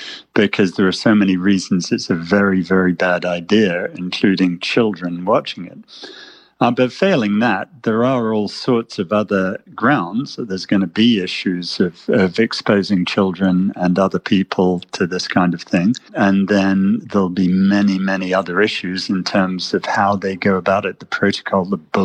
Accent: United States; And I hope that they don't view us all, I'm American, they don't view us all through the same lens.

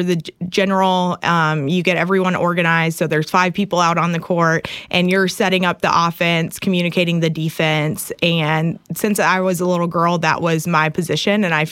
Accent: Lynchburg, Virginia, United States

